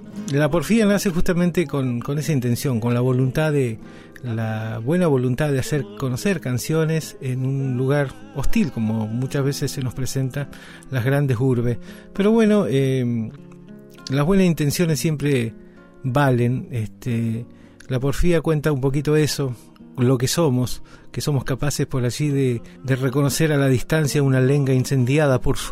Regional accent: Esquel, Chubut, Argentina; born there; Soy nacido en Esquel, Chubut, donde actualmente vivo, Patagonia, Argentina.

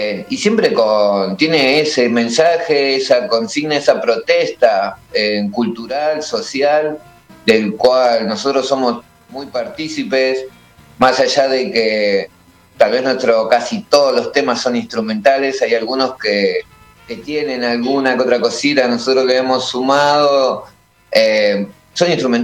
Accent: Moreno, Buenos Aires Province, Argentina; Somos de Moreno, como habíamos dicho, pero la mitad de la banda, algunos son de Hurlingham, hay de Caseros, ha habido gente hasta de Elviso en la banda, ¿viste?

